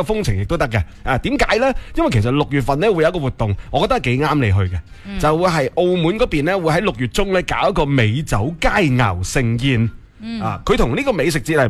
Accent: Guangdong, China; 我哋广东人口味

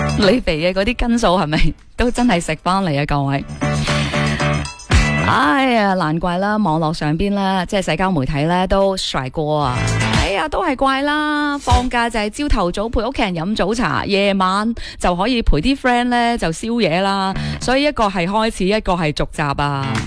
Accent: Foshan, Guangdong, China; 咁我哋同广州咁近，我哋佛山人

